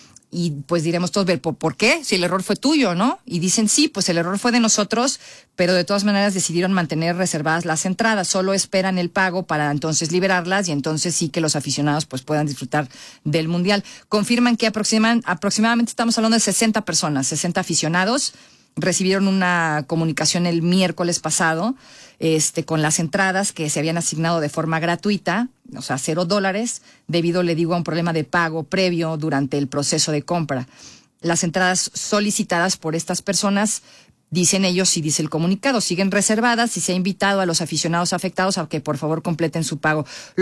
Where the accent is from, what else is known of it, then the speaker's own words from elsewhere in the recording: Mexico; Somos mexicanos, insisto, y los partidos somos la sede